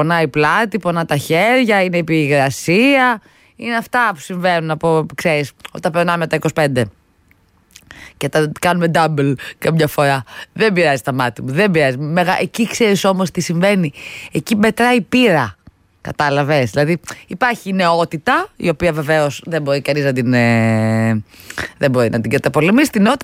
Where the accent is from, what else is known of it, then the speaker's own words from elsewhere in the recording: Pyrgos, Western Greece, Greece; Είδα κάτι φίλους από την Πελοπόννησο που θες από τον πύργο από το χωριό μου